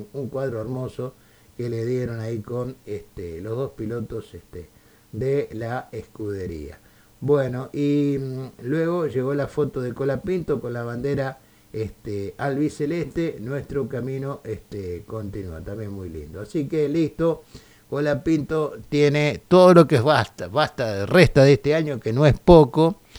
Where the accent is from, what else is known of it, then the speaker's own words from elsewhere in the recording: Argentina; somos argentinos, somos así